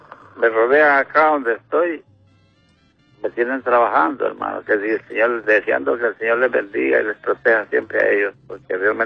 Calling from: La Ceiba, Atlántida, Honduras

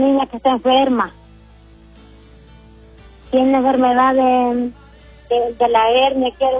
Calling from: Lepaterique, Francisco Morazán, Honduras; De aquí, de Vallecillo, en Lepaterique.

